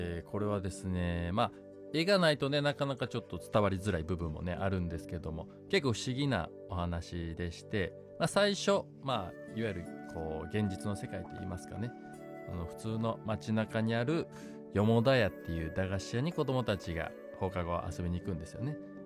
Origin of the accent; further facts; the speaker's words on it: Kansai, Japan; accent: Kansai-ben; 僕はあのネイティブスピーカーなんで関西弁のね